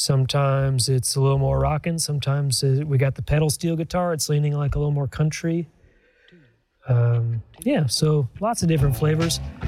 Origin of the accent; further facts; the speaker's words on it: Decatur, Georgia, United States; I'm from Decatur, Georgia.